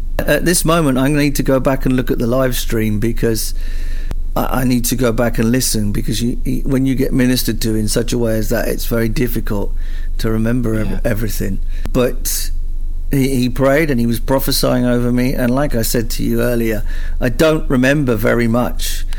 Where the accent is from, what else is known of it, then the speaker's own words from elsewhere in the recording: United Kingdom; particularly as British Christians, because of our natural culture